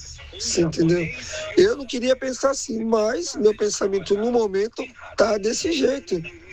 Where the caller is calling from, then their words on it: Brazil; É lógico, sendo brasileiro